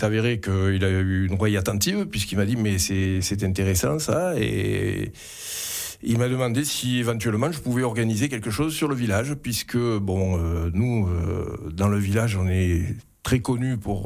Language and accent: French; Avignon, Provence-Alpes-Côte d'Azur, France; moved away as an adult; now in Orsan, France; je suis né à Avignon, moi.